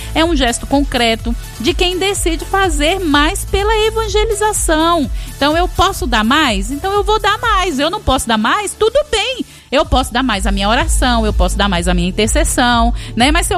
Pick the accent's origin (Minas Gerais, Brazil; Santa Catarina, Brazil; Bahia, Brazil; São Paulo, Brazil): Bahia, Brazil; Vitória da Conquista; ela é de Vitória da Conquista, na Bahia, minha terra mais linda e maravilhosa.